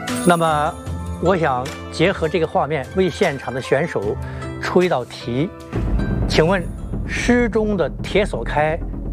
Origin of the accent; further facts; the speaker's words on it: Shandong, China; 我的家乡山东吴地位于渤海湾西南岸，这里有大面积的贝壳滩